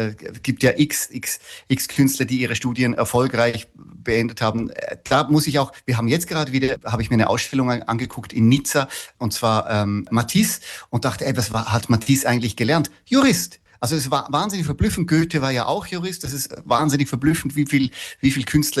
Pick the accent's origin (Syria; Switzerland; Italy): Switzerland; also born or lived in Vienna, Austria; now in Berlin, Germany; Ich bin von der Schweiz eigentlich ausgewandert nach Wien zuerst. Mhm. 12 Jahre Wien und dann von Wien nach Berlin.